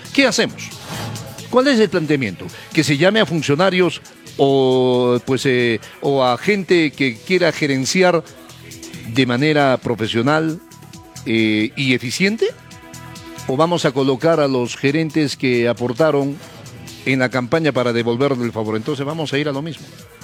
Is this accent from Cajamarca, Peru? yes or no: no; Cusco, Peru; moved away; also born or lived in Colombia; soy un cusqueño orgulloso de mi tierra